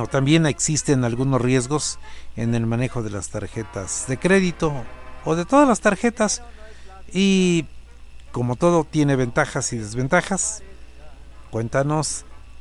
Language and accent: Spanish; Mexico; personalmente me siento orgulloso de ser mexicano, me siento bien de ser mexicano.